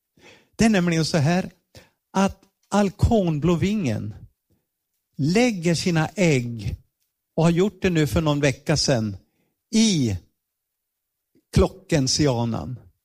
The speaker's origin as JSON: {"language": "Swedish", "town": "Ludvika", "region": "Dalarna County", "country": "Sweden", "tie": "born or raised there", "said": "För vi växte upp i Ludvika. Nästan grannar med varandra."}